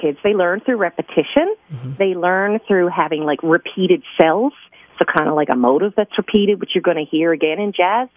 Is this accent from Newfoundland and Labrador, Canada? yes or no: yes; Newfoundland and Labrador, Canada; when I was growing up in Newfoundland doing my undergrad